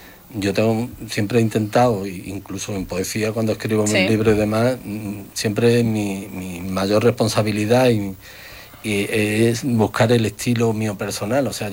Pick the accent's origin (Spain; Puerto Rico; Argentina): Spain; Morón, Andalusia